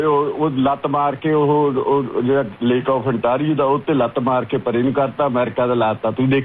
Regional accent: Gunachaur, Punjab, India; now in Canada; ਤੇ ਫਿਰ ਅਸੀਂ ਬੰਗੀ ਪੜ੍ਹਦੇ ਹੁੰਦੇ ਸੀ, ਤੇ ਸਾਡਾ ਪਿੰਡ ਤਾਂ ਗੁਣਾ ਚੌਰ ਸੀ ਇੱਧਰ, ਹੈ ਜੀ ਬੰਗਿਆਂ ਦੇ ਕੋਲ ਹੀ ਆ

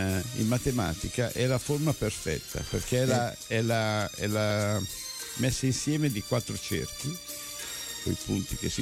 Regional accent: Lombardy, Italy; No, in Svizzera, insomma lombardo.

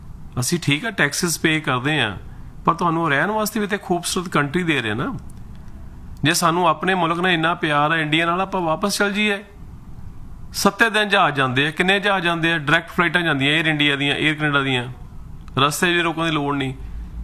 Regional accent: Punjab, India; born or raised there; moved away

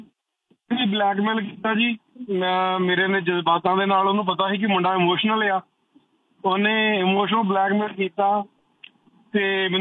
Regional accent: Punjab, India; ਮੈਂ ਗੁਰਦਾਸਪੁਰ ਜ਼ਿਲ੍ਹੇ ਤੋਂ ਬਿਲੋਂਗ ਕਰਦਾ ਜੀ

